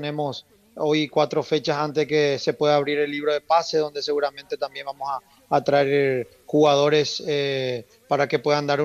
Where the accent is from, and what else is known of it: Paraguay